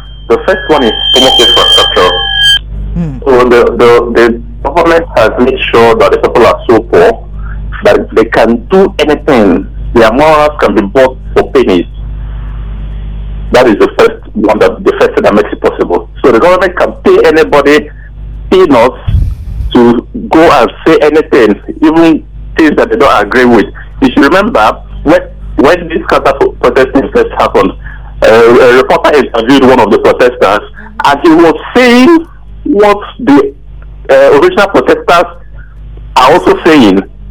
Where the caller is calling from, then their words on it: Ibeju-Lekki, Lagos, Nigeria; I'm calling from Ibejuleke.